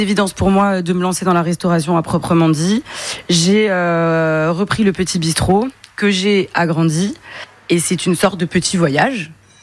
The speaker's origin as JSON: {"language": "French", "town": "Paris", "region": "Île-de-France", "country": "France", "tie": "born or raised there", "also_born_or_lived": "Northern Ireland / Seville / Barcelona / Malta", "moved": "as an adult", "lives_now": "Canet-en-Roussillon, France", "said": "Je suis née à Paris et mes parents n'ont rien trouvé de mieux de me faire baptiser à 20 jours à l'église Notre-Dame des Flots à Canet. J'ai fait toute ma scolarité à Paris"}